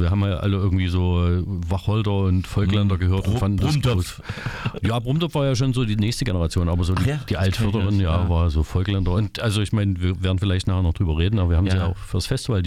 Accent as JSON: {"language": "German", "town": "Tanna", "region": "Thuringia", "country": "Germany", "said": "Also bei mir, ich komme aus dem Vogtland, aus Tanna. Thüringen."}